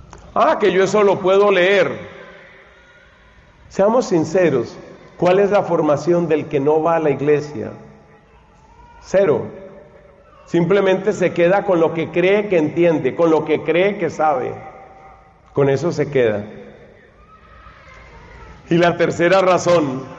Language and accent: Spanish; Colombia; moved away; Me preguntaron de allá de mi país